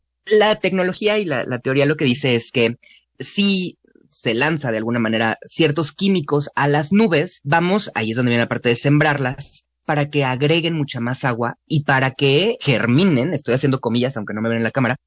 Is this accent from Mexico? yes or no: yes; Torreón, Coahuila, Mexico; Yo crecí en Torreón, digo, en la ciudad, no tenía nada que ver con el campo de Coahuila